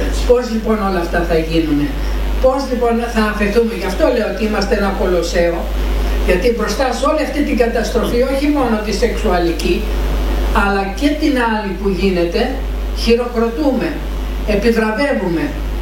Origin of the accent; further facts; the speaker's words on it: Greece; also born or lived in United States; Είμαστε Έλληνες.